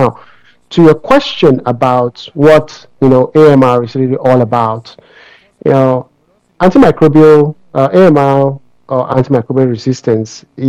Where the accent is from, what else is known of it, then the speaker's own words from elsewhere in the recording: Nigeria; I don't know, you know, growing up in Nigeria, you may have heard people used to say that, oh, particular strains of malaria no longer respond to the malaria medication.